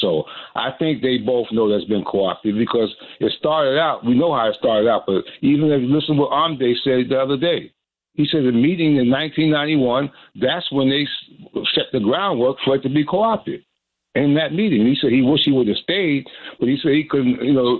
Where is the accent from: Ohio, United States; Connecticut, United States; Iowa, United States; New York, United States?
New York, United States; Now, I was young then. I grew up in New York.